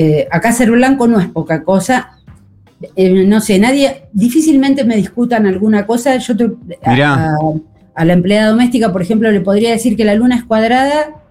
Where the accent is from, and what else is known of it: Argentina; moved away as an adult; now in Florianópolis, Brazil